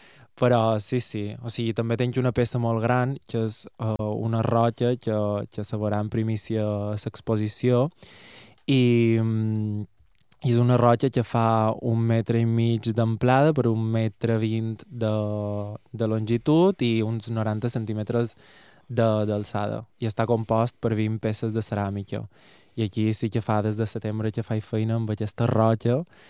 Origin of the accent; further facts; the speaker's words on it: Porto Colom, Balearic Islands, Spain; Era allà on jo soc de Porto Colom i vaig molt a Sallà